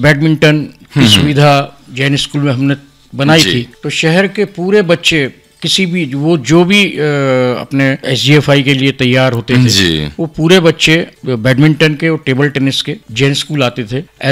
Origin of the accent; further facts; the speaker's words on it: Khurai, Madhya Pradesh, India; now in Sagar, India; हमारे फादर जो हैं वो घुरई गुरुकुल स्कूल में अकाउंटेंट की पोस्ट पे रहे, तो हमारा पूरा एजुकेशन, स्कूलिंग एंड कॉलेजिंग पूरा घुरई में हुआ।